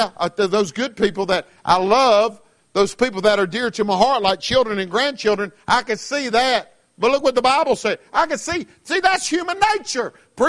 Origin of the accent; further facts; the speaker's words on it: the South, United States; And I meant to say ain't. I'm from the South.